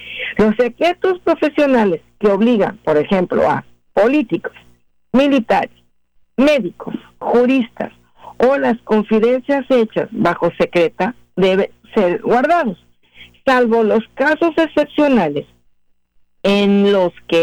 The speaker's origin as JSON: {"language": "Spanish", "region": "Mexico City", "country": "Mexico", "tie": "born or raised there", "said": "Yo nací en la Ciudad de México, orgullosamente soy chilanga."}